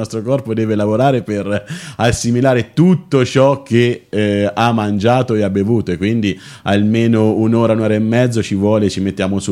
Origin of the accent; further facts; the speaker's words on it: Cortona, Tuscany, Italy; sono aretino e cortonese perché sono del comune di Cortona